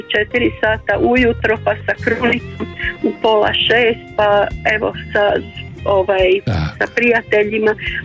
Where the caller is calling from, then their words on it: Tenja, Osijek-Baranja County, Croatia; Pa iz Tenja vas zovem.